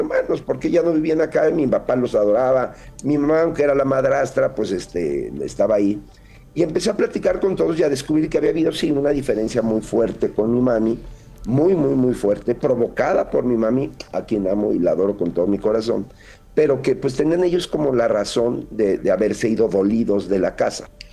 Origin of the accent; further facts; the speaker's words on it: Mexico; Le digo, no, soy de México.